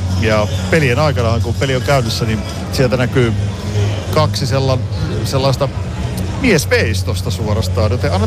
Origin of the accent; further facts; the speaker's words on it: Pori, Satakunta, Finland; kotiseudultani Porista